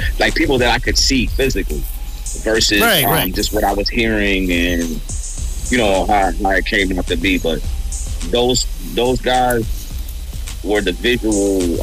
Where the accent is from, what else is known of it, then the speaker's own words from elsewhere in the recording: Los Angeles, California, United States; I grew up in South Central in the J's.